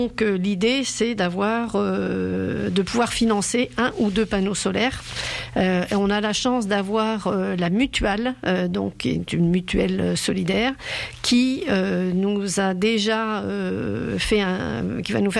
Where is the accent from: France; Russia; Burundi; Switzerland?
France